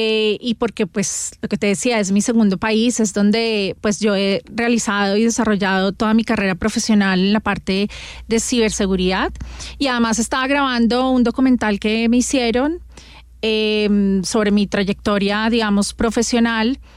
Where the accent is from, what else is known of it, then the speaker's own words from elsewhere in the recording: Colombia; moved away; devolverle a la tierrita, a mi tierrita